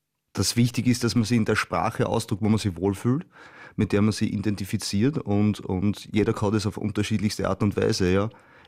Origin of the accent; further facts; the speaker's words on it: Burgenland, Austria; accent: Burgenland dialect; in meinem Dialekt, beziehungsweise im burgenländischen Dialekt